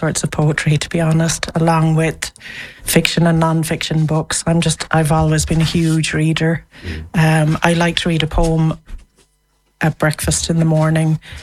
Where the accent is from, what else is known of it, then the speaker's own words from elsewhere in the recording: County Mayo, Ireland; I grew up near Glamorris, actually.